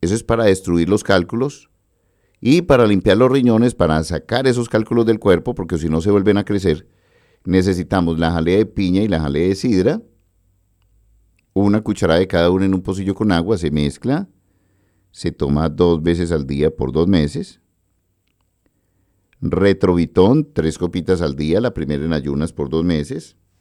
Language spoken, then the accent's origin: Spanish; Medellín, Antioquia, Colombia